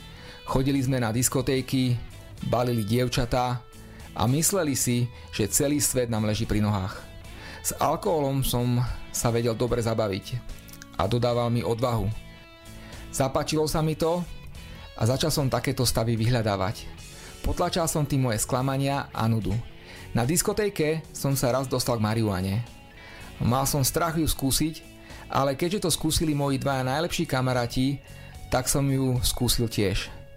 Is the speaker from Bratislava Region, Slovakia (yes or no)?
yes; Bratislava, Bratislava Region, Slovakia; born there; a mám 38 rokov. Narodil som sa v Bratislave.